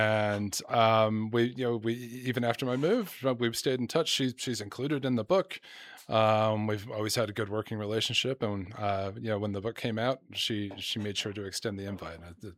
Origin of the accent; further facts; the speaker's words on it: Salt Lake City, Utah, United States; moved away as an adult; now in New Zealand; I'm from Salt Lake originally, so I have Utah roots. Prior to the more recent move to New Zealand about 7 years ago